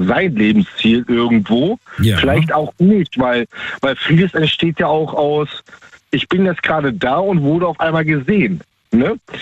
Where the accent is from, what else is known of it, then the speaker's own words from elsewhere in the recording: Baltic Sea coast, Germany; Ich bin ursprünglich aus der Ostsee, da oben die Ecke, ne? Mhm. Arbeite aktuell in Baden-Württemberg.